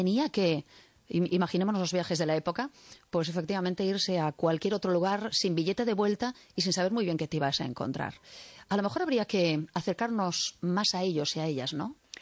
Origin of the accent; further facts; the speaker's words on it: A Coruña, Galicia, Spain; Yo soy coruñesa, estoy afincada ahora en las Rías Baixas.